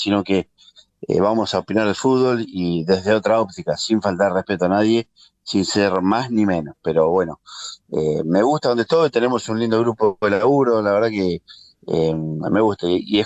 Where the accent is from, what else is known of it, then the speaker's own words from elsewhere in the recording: General San Martín, Buenos Aires Province, Argentina; yo nací en San Martín, soy de San Martín y crecimos con el fútbol, con la pelota, con los campeonatos de barrio. Yo nací en el barrio Libertador, cerca de la cancha de JJ.